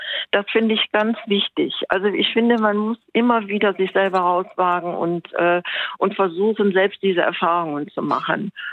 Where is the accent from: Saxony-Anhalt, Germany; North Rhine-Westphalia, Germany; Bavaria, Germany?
North Rhine-Westphalia, Germany; Mönchengladbach; Ich komme aus Mönchengladbach, wir haben das Problem auch ziemlich stark.